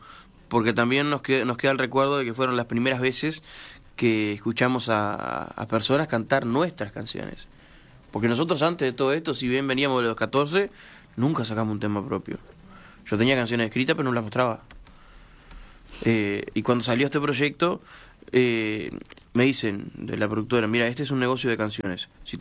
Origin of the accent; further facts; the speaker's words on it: Mendoza, Argentina; Yo soy de Mendoza